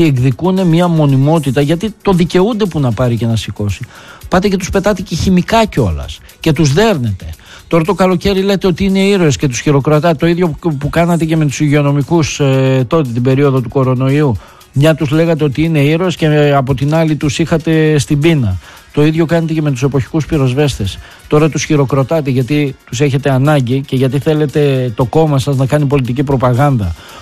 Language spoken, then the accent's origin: Greek; Greece